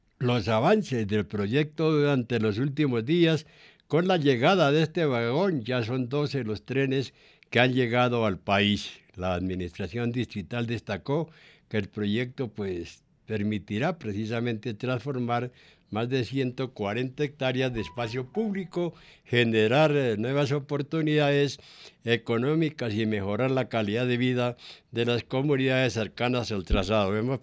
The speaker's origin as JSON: {"language": "Spanish", "town": "Monterrey", "region": "Casanare", "country": "Colombia", "moved": "yes", "lives_now": "Bogotá, Colombia", "said": "Así se le dice a mis paisanos de Monterrey."}